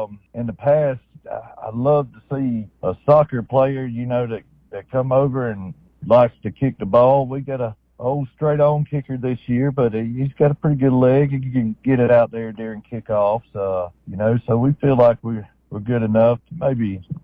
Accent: Luverne, United States; Born and raised in Luverne. You know, I graduated Luverne High School.

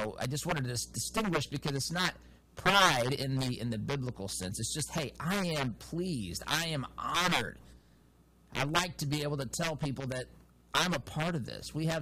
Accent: United States

